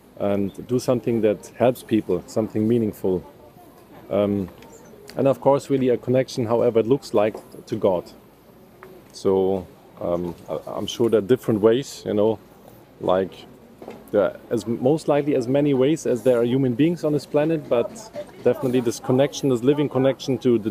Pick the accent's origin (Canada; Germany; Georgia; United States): Germany